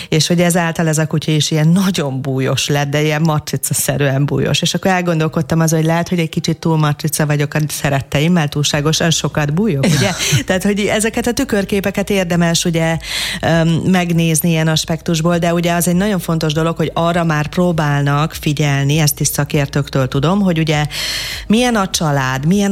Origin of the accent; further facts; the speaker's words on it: Transylvania, Romania; gyerekkoromban Erdélyben rengeteg mérges viperával, kígyóval találkoztam